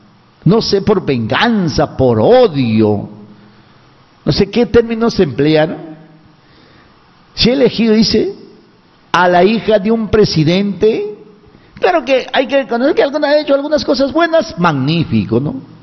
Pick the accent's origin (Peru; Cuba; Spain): Peru; Soy cristiano, soy persona, soy peruano.